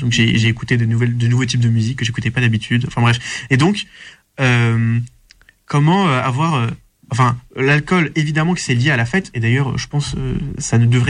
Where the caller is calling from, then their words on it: Toulouse, Occitanie, France; depuis que je suis à Toulouse